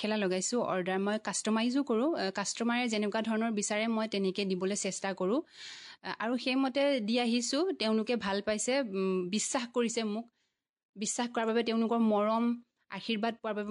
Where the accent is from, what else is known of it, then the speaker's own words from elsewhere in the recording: Biswanath Chariali, Assam, India; also born or lived in Morigaon; মোৰ মাৰ ঘৰ বিশ্বনাথ চাৰিআলি।